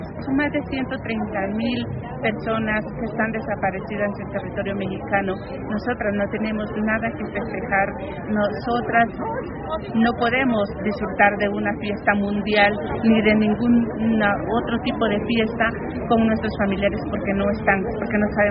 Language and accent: Spanish; Honduras; Él es hondureño igual que yo